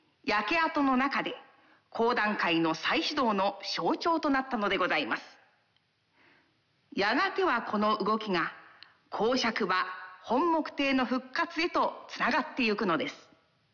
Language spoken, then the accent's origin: Japanese; Yokohama, Kanagawa, Japan; 私が生まれ育った神奈川県横浜市